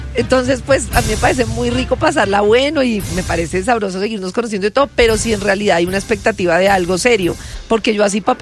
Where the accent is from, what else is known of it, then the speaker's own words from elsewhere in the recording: Antioquia, Colombia; yo soy paisa.